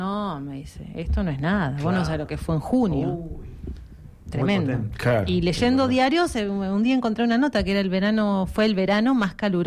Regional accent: Argentina; sos argentina

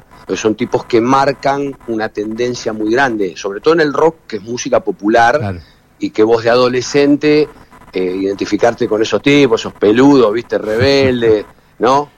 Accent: Haedo, Buenos Aires Province, Argentina; yo soy de Aedo, ¿no? Oriundo de Aedo, de provincia de Buenos Aires, del oeste, y me acuerdo que siempre agarramos una calle que se llama Lavallol, que era por la cual vivíamos nosotros.

